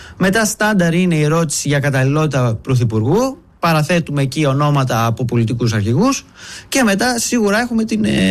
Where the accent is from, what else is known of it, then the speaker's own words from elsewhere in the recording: Thessaloniki, Central Macedonia, Greece; Θεσσαλονίκη.